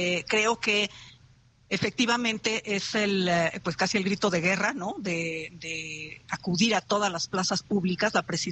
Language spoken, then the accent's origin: Spanish; Mexico; Esos son los enemigos que deberíamos de combatir como mexicanos